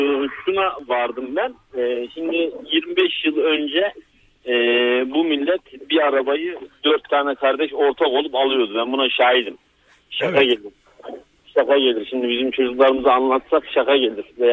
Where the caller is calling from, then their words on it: Istanbul, Turkey; İstanbul'dan arıyorum